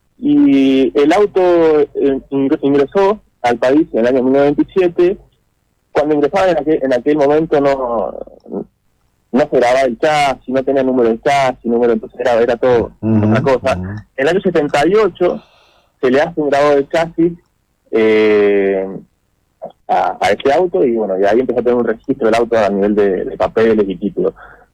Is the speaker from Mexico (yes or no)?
no; Argentina; entonces eso me llena de orgullo a mí como argentino.